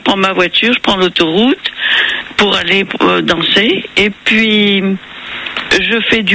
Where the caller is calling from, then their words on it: Lille, Hauts-de-France, France; Je suis près de Lille.